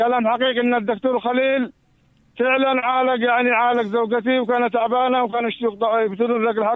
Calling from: As Sayyani District, Ibb, Yemen; انا من مديريه السياني

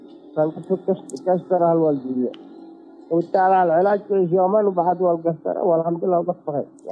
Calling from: Amran, Yemen; من عمران الأهلا بالحشين من بني سريم.

